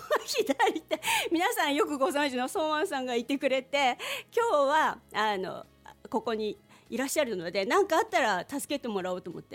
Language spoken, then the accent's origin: Japanese; Hokkaido, Japan; 北海道で生まれてます。で、本当に山の中で生まれました。山と川の中で山猿ってよく言われたんですよね